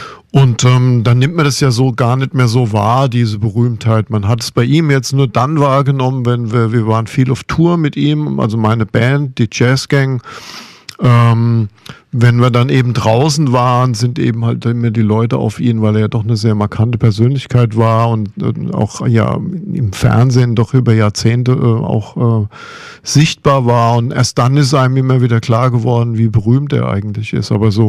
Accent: Rüsselsheim, Hesse, Germany; ich bin in Rüsselsheim geboren, ich bin sogar in Rüsselsheim aufgewachsen und ich lebe in Rüsselsheim

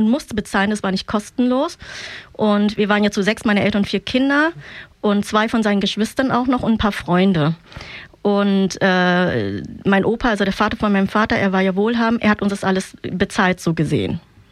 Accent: Nha Trang, Khanh Hoa, Vietnam; now in Germany; Nee, also wir kommen aus der Küstenstadt Nha Trang, also es wird Nha Trang ausgesprochen. Und das ist auch da der Ort, wo wir geflohen sind.

